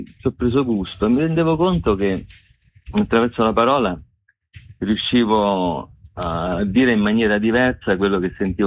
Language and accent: Italian; Minturno, Lazio, Italy; born there; io ho passato molti anni della mia vita a Tufo di Minturno, che è un piccolo paese nel comune di Minturno.